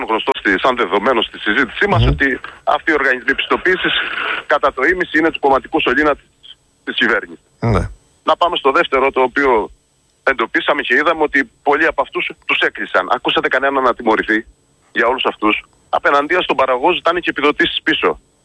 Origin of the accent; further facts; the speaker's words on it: Greece; σαν Έλληνες παραγωγοί.